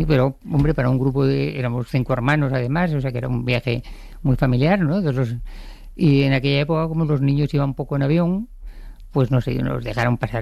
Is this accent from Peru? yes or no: no; Madrid, Community of Madrid, Spain; Pues una relación escasa porque yo soy de Madrid, entonces no soy nacida cerca del mar